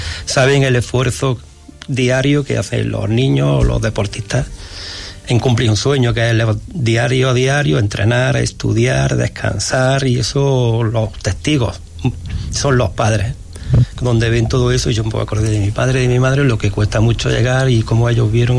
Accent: Granada, Andalusia, Spain; cuando yo gané la etapa de la Vuelta a España, dije, un granadino ha ganado de nuevo una etapa en la Vuelta a España.

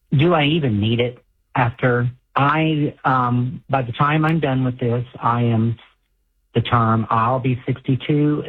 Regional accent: Effingham, Illinois, United States; Hi. I'm actually from Effingham, Illinois.

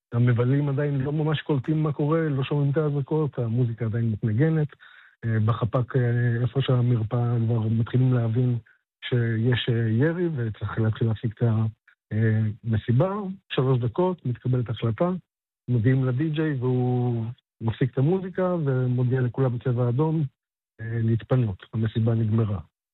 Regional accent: Northern Israel, Israel; אנחנו מהצפון

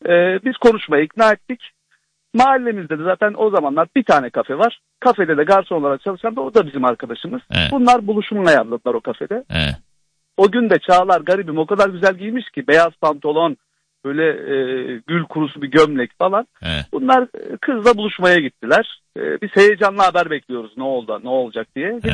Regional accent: Avcılar, Istanbul, Turkey; Bundan yaklaşık 20 sene kadar önce Avcılarlıyım ben. Avcılar'da oturuyoruz.

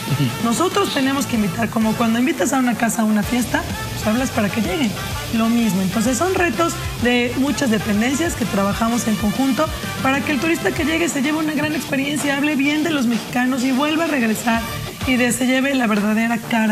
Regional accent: Tlaxcala, Mexico; nuestro país que los propios mexicanos debemos de vivirlo. Uno de ellos, por ejemplo, es Tlaxcala, mi tierra.

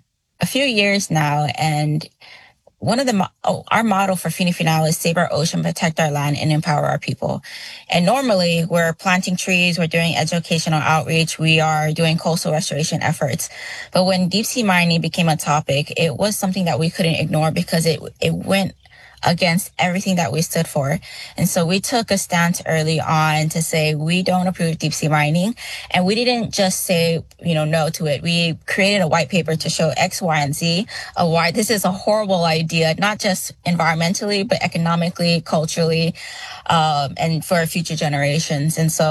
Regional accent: Pago Pago, Tutuila, American Samoa; also born or lived in California; I come from Pangopango, American Samoa, specifically on the island of Tutuila. I am a Samoan Filipino born in California, so I'm a U.S. citizen. However, I was raised here for almost all my life, and so American Samoa is definitely my home.

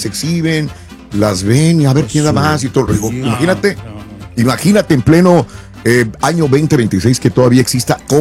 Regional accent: Mexico; now in United States; Sí, yo no comía ensaladas en México. Nada, se me hacía raro que alguien comiera ensaladas. Y la primera vez que llego a Estados

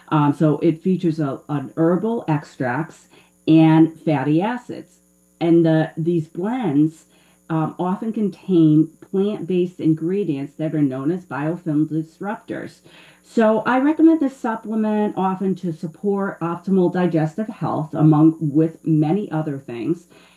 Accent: Ireland; I'm the Irish dietitian, so we don't count alcohol calories at Harmony with Food.

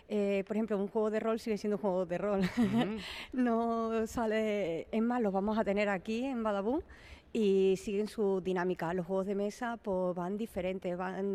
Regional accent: Cáceres, Extremadura, Spain; Hola, buenas … venimos desde Ludi Cáceres, desde Cáceres.

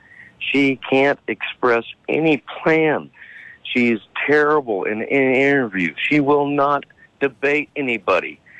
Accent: Oklahoma, United States; I'm from Oklahoma, you know, a lot of different names.

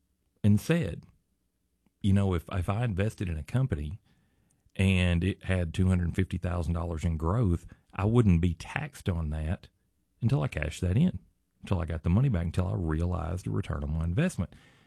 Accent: Saline County, Arkansas, United States; We're both from Saline County. We've lived here our whole life.

